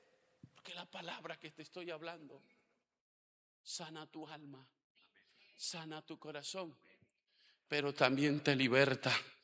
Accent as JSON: {"language": "Spanish", "region": "La Guajira", "country": "Colombia", "said": "yo vengo de La Guajira."}